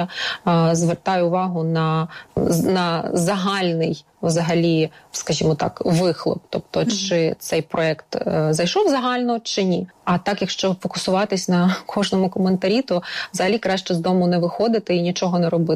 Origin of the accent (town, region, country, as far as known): Lviv, Lviv Oblast, Ukraine